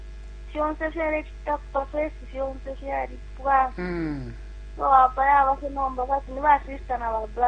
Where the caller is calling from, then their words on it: Kabwe, Central Province, Zambia; calling within Kawe.